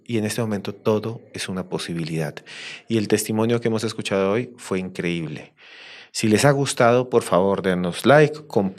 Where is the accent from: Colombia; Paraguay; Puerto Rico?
Colombia; Bogotá, Bogotá Capital District; Hace algunos años estaba yo caminando por Bogotá, yo soy de Bogotá, y caminaba por la calle